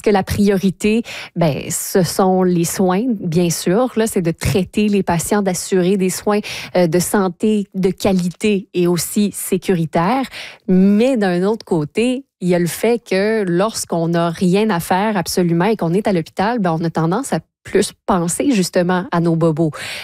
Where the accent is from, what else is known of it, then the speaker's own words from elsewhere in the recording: Quebec, Canada; Mais ça, ce n'est pas le cas encore chez nous, en Mauricie, au centre du Québec.